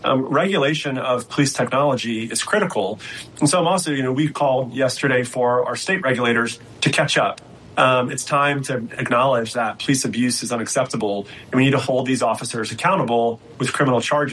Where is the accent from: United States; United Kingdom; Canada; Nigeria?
United States; Atlanta, Georgia; my hometown here in Atlanta